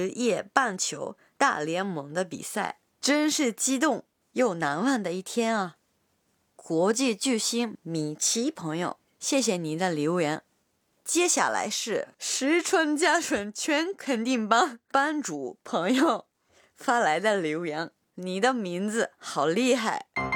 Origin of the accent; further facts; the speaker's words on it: Yamaguchi, Japan; Chinese is a second language; 我的故乡山口也有不少美景，有些景色我从小就特别熟悉，